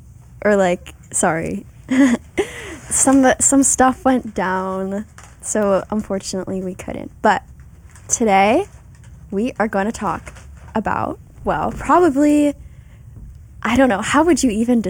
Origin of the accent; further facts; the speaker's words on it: Danville, California, United States; I'm East Bay. I'm Danville